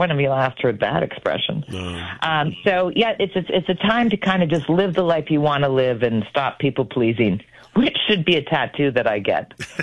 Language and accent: English; Sault Ste. Marie, Ontario, Canada; It's a Steel Town girl. I'm originally from Sault Ste. Marie, as I like to, you know, let people know.